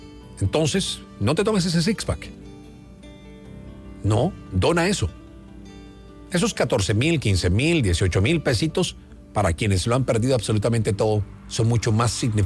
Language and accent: Spanish; Caribbean Region, Colombia; creo que hemos sido privilegiados por el Creador para escogernos, para residir, para nacer, para crecer y desarrollarnos en un ambiente como el Caribe colombiano